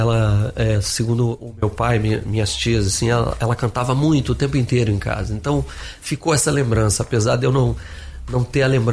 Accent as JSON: {"language": "Portuguese", "town": "Brasília", "region": "Federal District", "country": "Brazil", "tie": "born or raised there", "also_born_or_lived": "Rio de Janeiro", "moved": "as an adult", "said": "Fui, meu pai foi transferido para lá na época, nós somos cariocas e eu acabei crescendo lá. Eu fui com 3 anos de idade para Brasília. Então, e saí de lá com 21, para voltar para as origens, para o Rio ali."}